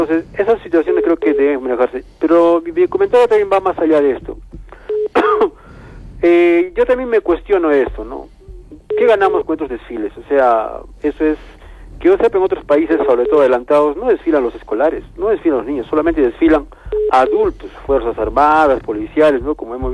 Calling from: Peru; soy peruano

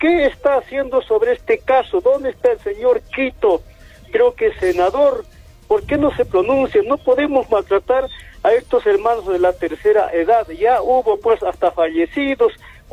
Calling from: Arequipa, Peru; yo vivo en Villapampa

